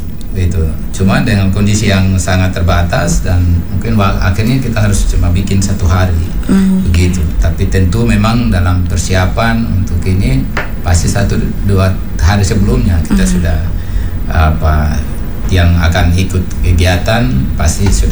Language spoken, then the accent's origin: Indonesian; Indonesia; saya besar di Teluk